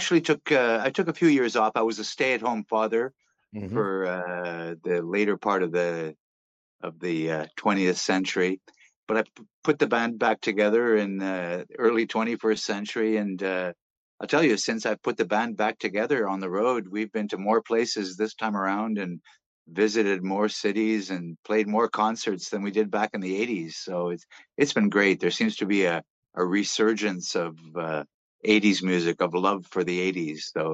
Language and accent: English; Canada; We grew up in Canada where the winters are very harsh